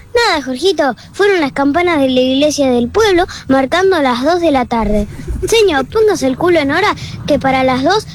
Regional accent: Temperley, Buenos Aires Province, Argentina

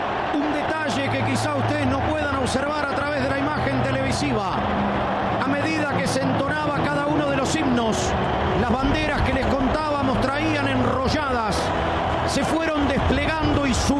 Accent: Argentina; Esto lo digo más como futbolero argentino.

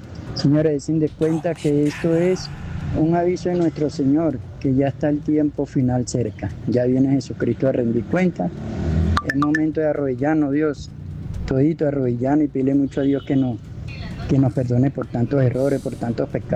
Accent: Venezuela; now in Cali, Colombia; soy venezolano.

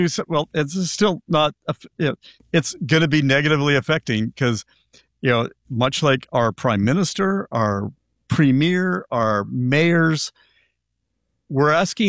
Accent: Canada; As a Canadian, you'd look at it and go, I have no idea what that brand is.

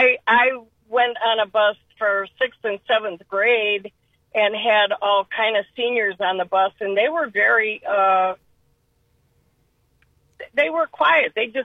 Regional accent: Bedford, Ohio, United States; Well, Cuyahoga, and I lived in, I grew up in Bedford.

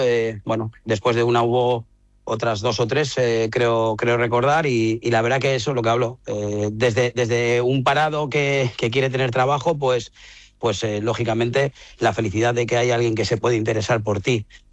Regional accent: Valladolid, Castile and León, Spain; olvidándome un poco que soy de Valladolid y del Valladolid

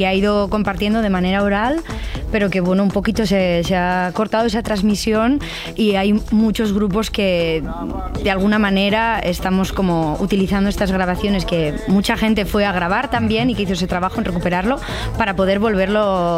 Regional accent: Meseta Central, Spain; Somos de La Meseta, sí. De La Meseta profunda.

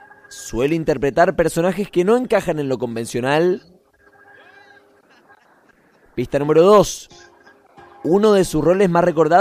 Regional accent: San Martín, Argentina; Yo que soy de San Martín

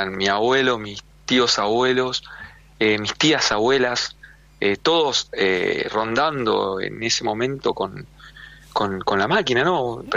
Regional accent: Rosario, Santa Fe, Argentina; Y la verdad es que sí, que soy rosarino, nací acá en un hospital público, en el Roque Sáenz Peña, en la zona sur de Rosario, y orgulloso de ser rosarino.

